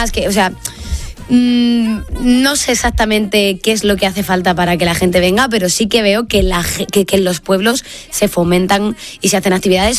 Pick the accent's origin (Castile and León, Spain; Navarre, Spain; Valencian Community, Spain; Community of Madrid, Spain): Castile and León, Spain; Mi pueblo está en Meganzones.